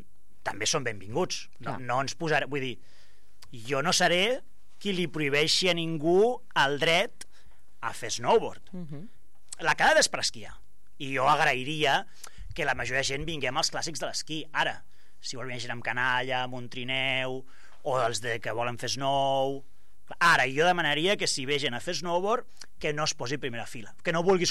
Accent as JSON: {"language": "Catalan", "town": "El Prat de Llobregat", "region": "Catalonia", "country": "Spain", "said": "jo sóc del Prat i jo m'estimo el meu poble"}